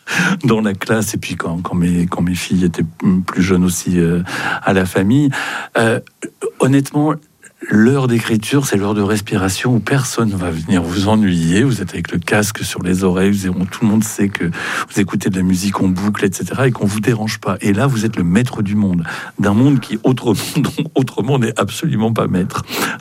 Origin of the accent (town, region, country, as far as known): Grand Est, France; born or raised there